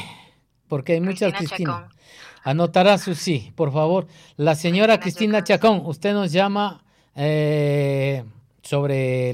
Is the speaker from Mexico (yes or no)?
no; Ecuador; ese es nuestro anhelo como ecuatorianos que somos